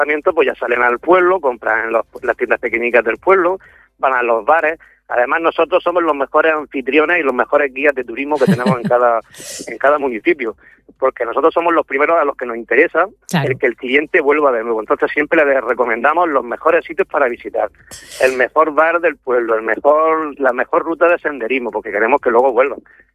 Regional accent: Region of Murcia, Spain; el clima que tenemos en Murcia

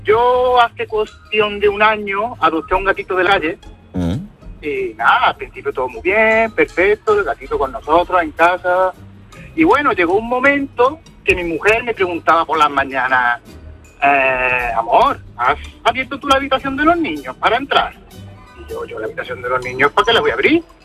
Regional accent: Moriles, Andalusia, Spain; now in Palma de Mallorca, Spain; Soy de Córdoba, soy de un pueblecito de Córdoba.

